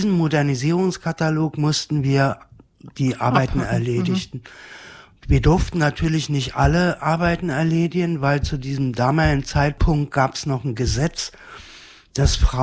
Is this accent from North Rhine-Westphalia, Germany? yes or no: no; Berlin, Germany; born there; Also ich bin in Berlin-West geboren.